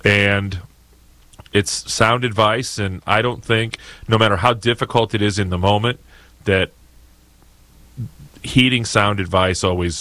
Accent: Joplin, Missouri, United States; And KFSS in my hometown of Joplin, Missouri.

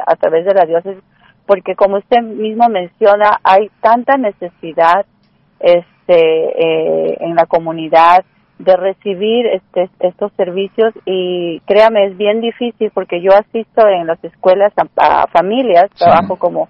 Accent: Peru; Sí, doctor, yo soy peruana, usted sabe y me conoce, en algún momento estuvimos conversando, yo soy psicóloga peruana.

